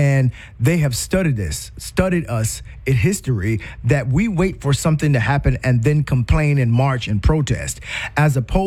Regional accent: South Carolina, United States; You know, my home state of South Carolina just moved a longtime Congressman James Clyburn out and gave that to and redistricted to a Republican.

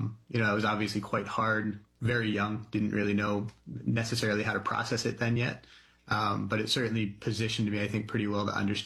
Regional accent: Bethlehem, Pennsylvania, United States; Yeah, I'm from Bethlehem, just north of, about an hour north of Philly. I have 7 brothers and sisters, almost all sisters, 6 of them. I'm the youngest.

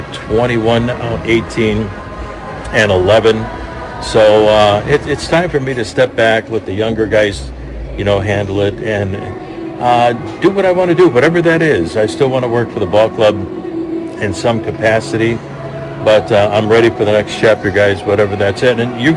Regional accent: Chicago, Illinois, United States; now in Seattle, United States; I grew up in Chicago, but Seattle's my home.

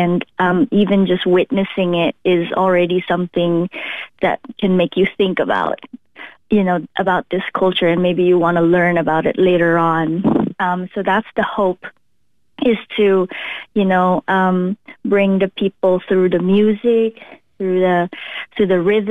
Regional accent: Philippines; now in Bellingham, United States; I'm from the Philippines. And growing up in the Philippines, we have a lot of festivals.

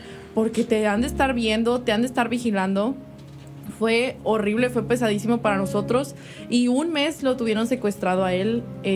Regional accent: Veracruz, Mexico; Aunque a mí me encanta que soy de Veracruz, estoy orgullosísima de ser de México

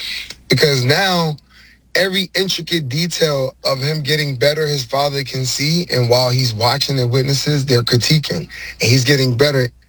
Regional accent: New York, United States; I'm from New York, whole life.

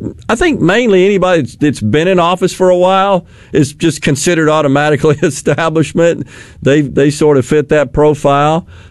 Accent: Mississippi, United States; we had a U.S. Senate race right here in my home state of Mississippi

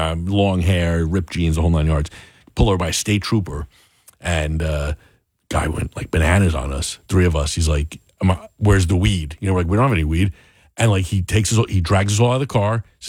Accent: Parsippany, New Jersey, United States; I grew up in Parsippany

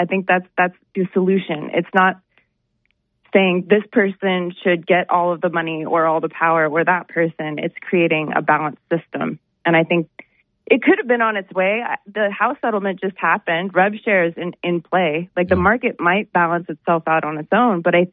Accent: United States; And as an American, as an Olympian, and as an athlete, fair sport, fair market.

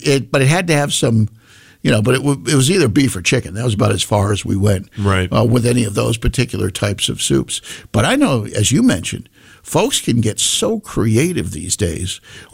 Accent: New England, United States; now in Eastern Shore of Maryland, United States; Growing up in New England

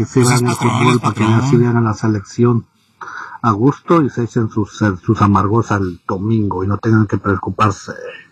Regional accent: Ecuador; Pero bueno, soy ecuatoriano

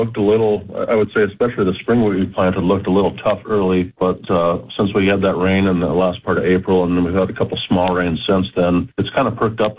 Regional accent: Bruce, South Dakota, United States; I'm from Bruce, actually, just about 15 miles northwest.

